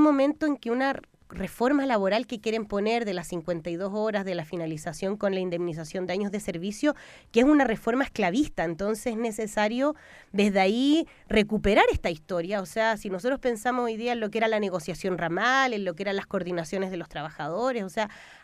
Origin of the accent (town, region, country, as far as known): Chile